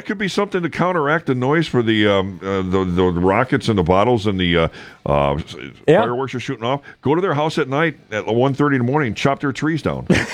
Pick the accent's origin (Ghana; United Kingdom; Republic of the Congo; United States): United States; Kenosha, Wisconsin; You know, I grew up in Kenosha, so we were pretty close to Lake Michigan.